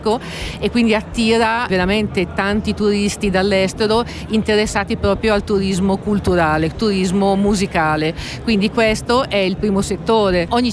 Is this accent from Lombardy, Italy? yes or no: yes; Lombardy, Italy; percepirci come Lombardi